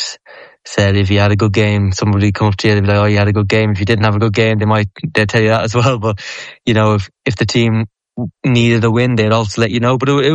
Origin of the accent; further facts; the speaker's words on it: Drogheda, Leinster, Ireland; moved away as an adult; also born or lived in Aurillac; I grew up in Drogheda. It's only, Drogheda is big enough in itself, but we're only 25, 30 minutes from Dublin.